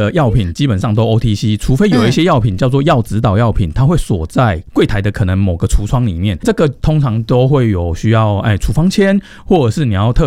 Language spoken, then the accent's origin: Chinese; Taiwan; 我们台湾人不会那么厉害的日文